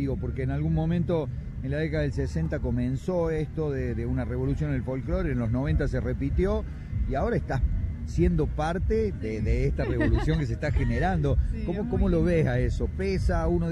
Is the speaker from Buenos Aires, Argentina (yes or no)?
yes; Buenos Aires, Argentina; Digo, que el hecho, como bonaerense, ajá, de que el folclore llegue a la capital